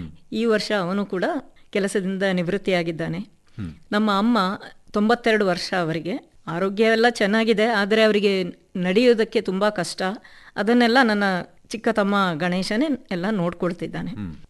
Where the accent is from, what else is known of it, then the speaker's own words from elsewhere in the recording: Madikeri, Karnataka, India; born there; also born or lived in Udupi / Kokeri; now in Kushalnagar, India; ನಾನು 1963 April 23 ಮಡಿಕೇರಿಯಲ್ಲಿ ಜನನವಾದೆ. ನಮ್ಮ ಸ್ವಂತ ಊರು ಕೋಕೇರಿ ಗ್ರಾಮ. ಆದರೆ ನನ್ನ ತಂದೆ ಸಬ್ಇನ್ಸ್ಪೆಕ್ಟರ್ ಆಗಿ ಇಲ್ಲಿ ಕಾರ್ಯನಿರ್ವಹಿಸುತ್ತಿದ್ದ ಕಾರಣ ಮಡಿಕೇರಿಯಲ್ಲಿ ನನ್ನ ಜನನ ಮಡಿಕೇರಿಯಲ್ಲಿ ಆಯಿತು.